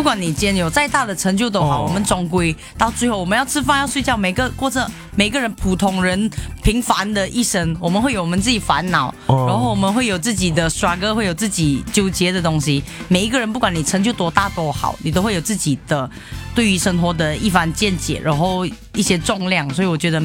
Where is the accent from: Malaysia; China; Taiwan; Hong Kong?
Malaysia; 其实是我国家马来西亚马来语的一个语言，然后它的意思是乡村的女孩，就是从一个小乡村出来的人这样子。因为我是在小乡村长大的那个地方，在我小的时候它是没有红绿灯，没有高楼大厦